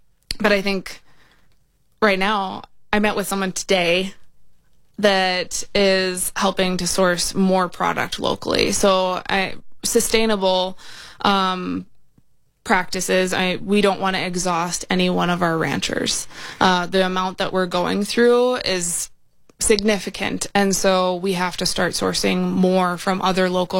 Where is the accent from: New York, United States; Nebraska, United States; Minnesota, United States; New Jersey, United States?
Minnesota, United States; You know, I grew up on the White Earth Reservation.